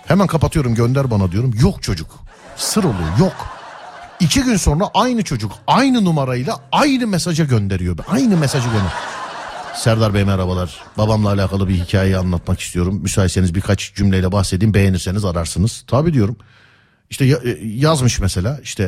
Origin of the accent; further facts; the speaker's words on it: Istanbul, Turkey; Söylüyorum bir İstanbullu olarak.